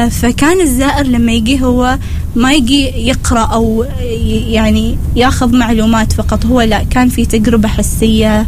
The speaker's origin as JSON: {"language": "Arabic", "country": "Oman", "said": "حالياً أريد أتعرف أكثر على بيئة العمل عندنا في عمان،"}